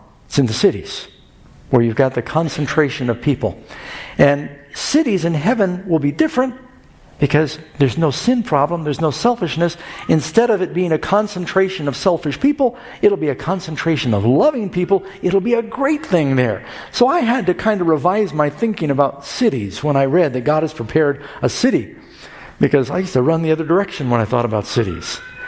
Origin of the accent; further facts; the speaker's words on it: New York City, New York, United States; also born or lived in Los Angeles / Miami; I was born in Los Angeles, millions of people down there. I don't know how many now. Then mom moved to New York, grew up in New York City, another big city.